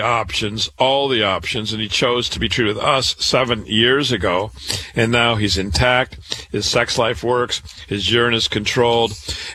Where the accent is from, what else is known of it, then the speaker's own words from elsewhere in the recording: Iowa, United States; a woman from my home state of Iowa.